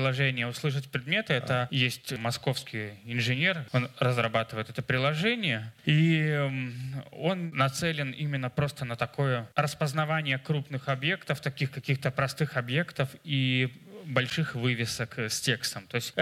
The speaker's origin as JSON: {"language": "Russian", "region": "Minsk", "country": "Belarus", "tie": "born or raised there", "said": "это же все-таки Минск, мой родной город, я понимаю, что раз ДДС Малиновка 4, значит, это в мою сторону."}